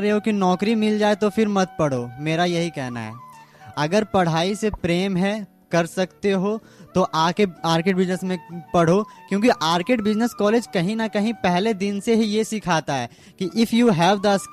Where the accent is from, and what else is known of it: Lakhisarai, Bihar, India